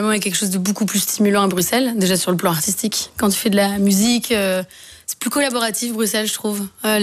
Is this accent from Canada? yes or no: no; Paris, Île-de-France, France; Moi, j'ai grandi, ouais, à Paris.